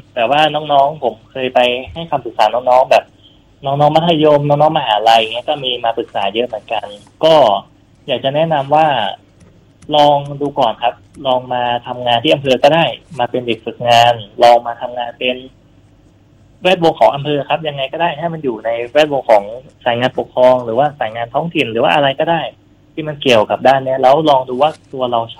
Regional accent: Nan, Thailand; born there; moved away as an adult; also born or lived in Chiang Mai / Mae Hong Son; now in Phop Phra, Thailand; ก็มาอยู่ที่เชียงใหม่ครับเกิดที่น่านแล้วก็ย้ายมาอยู่ที่เชียงใหม่ช่วงที่เรียนมช

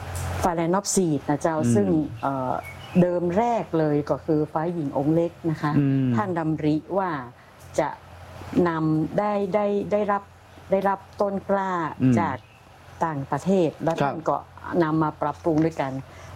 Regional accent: Northern Thailand, Thailand; accent: Kham Mueang (Northern Thai), some Yong; เพราะว่าอี…เป็นยองนะเจ้า

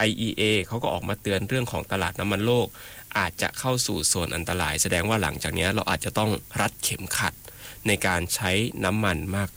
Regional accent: Isan, Thailand; moved away; คนที่อยู่อย่างเรามาจากภาคอีสาน

